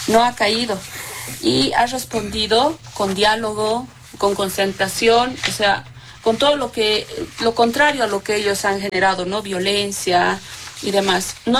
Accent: El Alto, La Paz, Bolivia; Yo quiero hacer una comparación porque yo lo he vivido en primera persona, yo soy del Alto, con esta situación que ha pasado en 2003

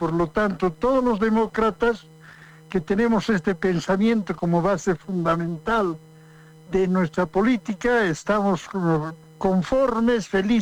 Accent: Oruro, Bolivia; yo orureño, he hecho mi vida política en Oruro, soy estudiante de la Facultad de Ingeniería de Oruro, soy ingeniero civil

